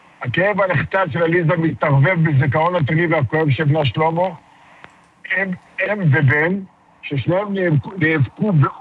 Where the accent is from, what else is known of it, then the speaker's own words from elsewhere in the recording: Jerusalem, Jerusalem District, Israel; אני רק מירושלים